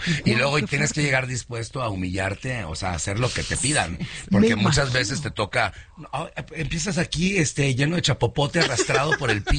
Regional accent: Culiacán, Sinaloa, Mexico; Sí, yo soy de Sinaloa, yo soy de Culiacán.

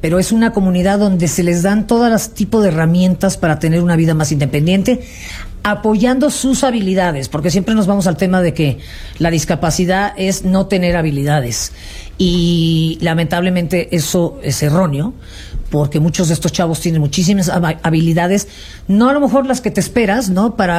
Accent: Mexico City, Mexico; born there; also born or lived in Spain / Panama; Mi familia es cubana, sí. Yo nací aquí en este...

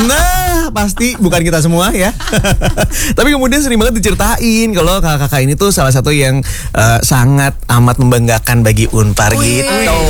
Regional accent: South Tangerang, Banten, Indonesia; Aku sebagai warga Rempoa sih dekat ke sini ya.

